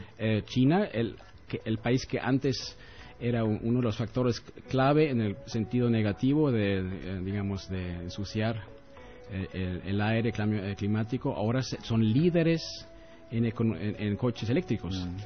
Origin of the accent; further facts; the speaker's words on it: Bavaria, Germany; moved away as an adult; now in Bolivia; Yo soy de cerca de Múnich